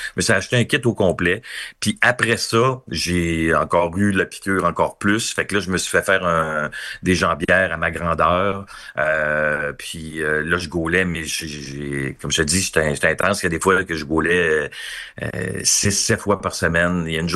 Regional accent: Quebec City, Quebec, Canada; Puis moi, j'étais tellement content, moi, j'étais un gars de Québec, fait que j'étais partisan des Nordiques.

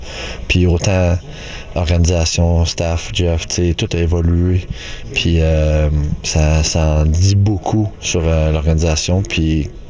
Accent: Quebec, Canada; de jouer deux premières lignes à Montréal, puis spécialement en tant que Québécois pour moi personnellement

